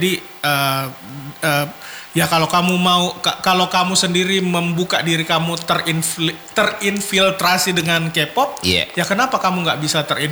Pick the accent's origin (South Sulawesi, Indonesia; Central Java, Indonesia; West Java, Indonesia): South Sulawesi, Indonesia; Makassar; now in Jakarta, Indonesia; saya kan saya tinggal di Jakarta, jadi kacamata saya unik mungkin karena saya tinggal di Jakarta tapi saya orang Makassar